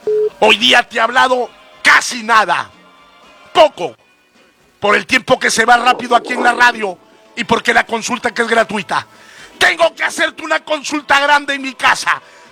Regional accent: Mexico; dime que soy un fanfarrón, un mexicano mentiroso

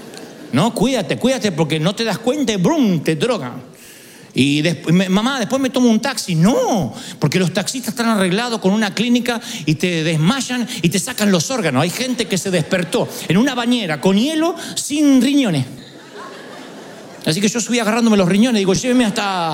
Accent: Billinghurst, Buenos Aires, Argentina; moved away; vamos a Billinghurst, a mi barrio natal.

